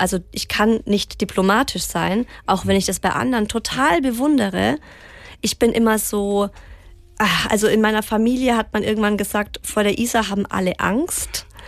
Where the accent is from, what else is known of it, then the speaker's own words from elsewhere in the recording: Swabia, Germany; Ich komme ja aus dem Schwabenland.